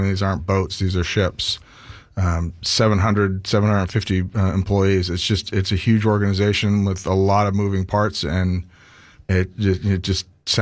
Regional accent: San Francisco, California, United States; Well, I'm a born and bred Californian. I grew up in the San Francisco area, came out to New York to go to college, to the Merchant Marine Academy

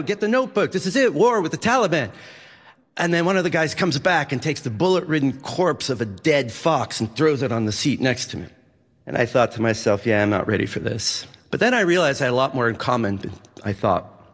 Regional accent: Massachusetts, United States; I grew up in Massachusetts, studied Russian, went to the Soviet Union, became a journalist, and worked at the Boston Globe and the Washington Post for 25 years.

